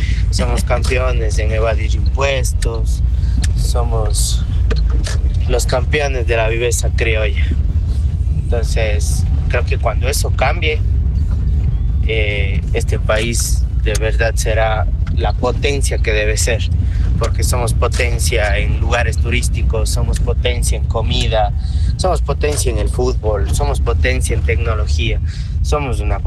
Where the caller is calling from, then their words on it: Ecuador; los ecuatorianos somos los que no hacemos que nos volvamos potencia con las malas acciones